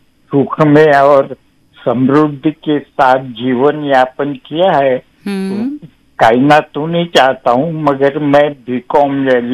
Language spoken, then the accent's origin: Hindi; Maharashtra, India; first language Marathi; Hindi is a second language; और मेरी मातृभाषा मराठी है